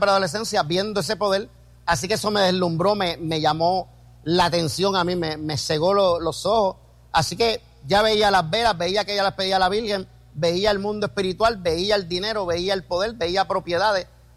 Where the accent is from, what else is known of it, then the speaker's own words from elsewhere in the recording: San Juan, Puerto Rico; Me crié con mi abuela en Río Piedra, en el barrio Capetillo, en Río Piedra